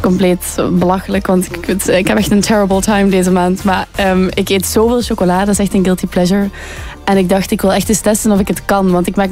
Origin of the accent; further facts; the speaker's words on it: Ghent, Flanders, Belgium; Ik ben van Gent-Gent, 9000.